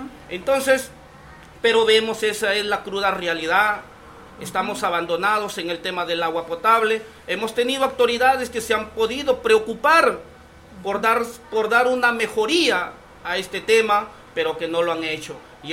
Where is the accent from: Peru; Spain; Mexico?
Peru; Lambayeque; Yo soy una persona que he nacido y he crecido toda mi niñez en Caserío Los Vances.